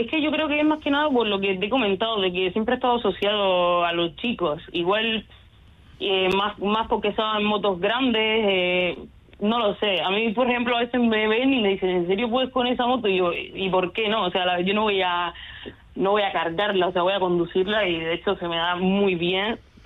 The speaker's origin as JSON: {"language": "Spanish", "country": "Cuba", "moved": "as an adult", "said": "en mi país, Cuba"}